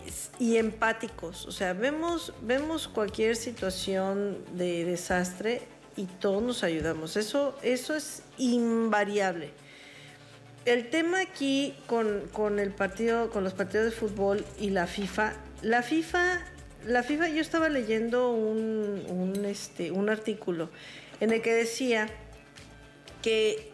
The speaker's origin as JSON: {"language": "Spanish", "country": "Mexico"}